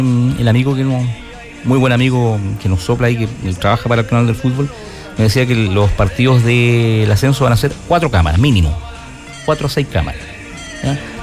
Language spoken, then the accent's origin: Spanish; Chile